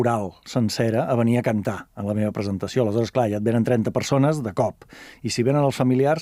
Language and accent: Catalan; Sant Pere de Ribes, Catalonia, Spain; al meu poble, a Sant Pere de Ribes